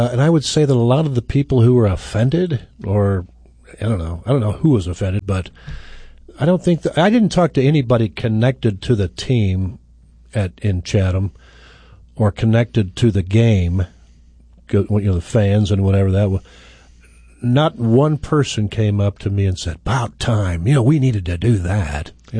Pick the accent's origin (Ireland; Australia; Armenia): Ireland; Well, I'm Irish.